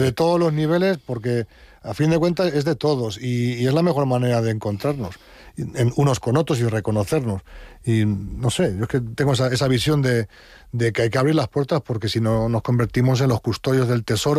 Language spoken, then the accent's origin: Spanish; Navas de Oro, Castile and León, Spain; mi pueblo, en Navas de Oro